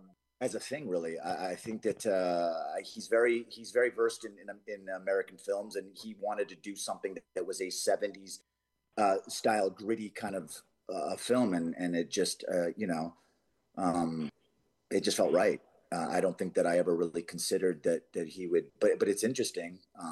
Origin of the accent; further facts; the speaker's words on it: Canada; moved away; I'm Canadian. I love Canada, born and raised.